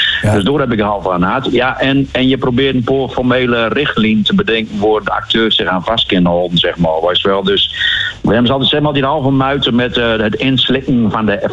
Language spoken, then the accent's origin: Dutch; Groningen, Netherlands; want ik ben een Groninger, dan zeggen ze half ook, ik ben een Groninger.